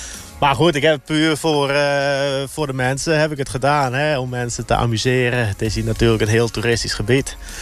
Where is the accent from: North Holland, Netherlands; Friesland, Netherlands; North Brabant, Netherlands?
Friesland, Netherlands; Ik ken het al vanuit Friesland, waar ik vandaan kom.